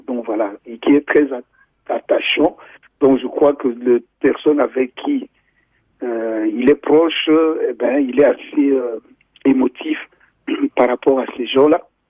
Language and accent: French; Belgium; je suis belge d'origine congolaise